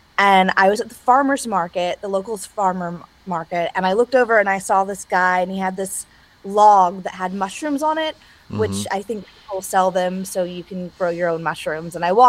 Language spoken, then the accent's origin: English; Bowling Green, Kentucky, United States; moved away as an adult; also born or lived in Los Angeles; I had just moved back from Los Angeles to my hometown of Bowling Green, Kentucky.